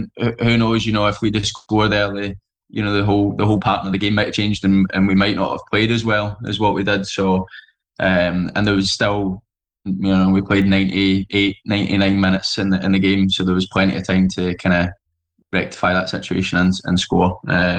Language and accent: English; Scotland, United Kingdom; born there; also born or lived in Crewe, Cheshire / England; I think if you asked 100 people who spoke to me if I was English or Scottish, I think almost 100 would come out with Scottish. So, yeah, Scottish for sure.